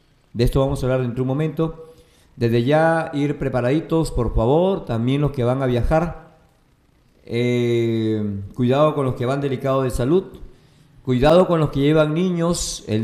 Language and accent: Spanish; Peru